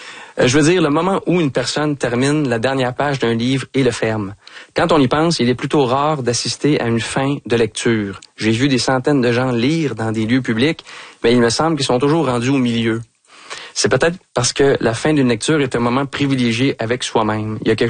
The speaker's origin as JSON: {"language": "French", "town": "Brossard", "region": "Quebec", "country": "Canada", "tie": "born or raised there", "said": "J'ai grandi donc tout près, oui, du 10-30. À l'époque, c'était un champ de patates."}